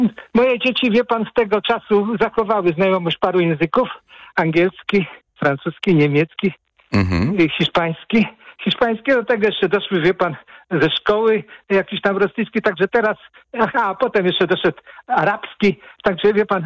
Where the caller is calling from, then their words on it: Płock, Masovian Voivodeship, Poland; w latach 70. ja mieszkam w Płocku